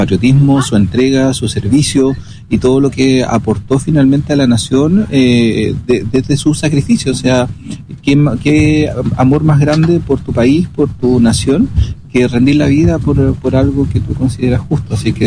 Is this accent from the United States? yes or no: no; Chile; Somos todos chilenos